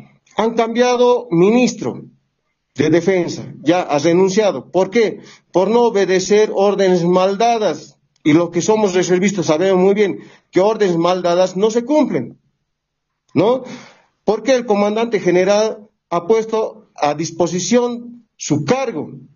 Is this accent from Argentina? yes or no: no; Bolivia; nosotros nos sentimos decepcionados como bolivianos y bolivianas